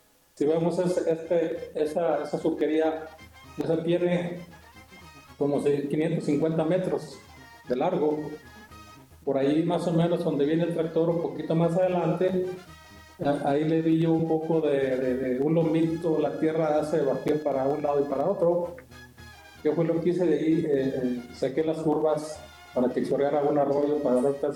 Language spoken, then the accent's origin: Spanish; Chachuit, Zacatecas, Mexico; yo vengo de Chachuit, Zacatecas.